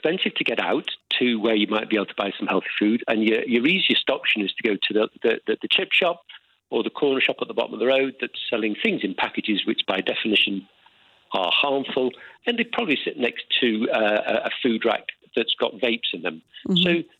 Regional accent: Aberdeen, Scotland, United Kingdom; So I'm from Aberdeen

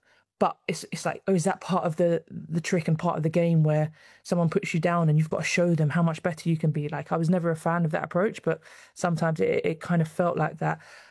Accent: London, United Kingdom; accent: South London; I grew up in a council house in Peckham.

